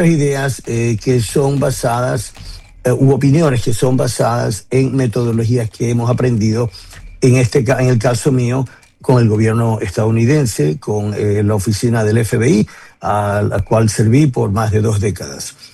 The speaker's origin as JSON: {"language": "Spanish", "country": "Ecuador", "tie": "born there", "moved": "yes", "said": "soy ecuatoriano de nacimiento, ¿okay? Soy ya jubilado del FBI, pero vengo ahora, bueno, no ahora, ya desde años atrás, he venido acá a Ecuador"}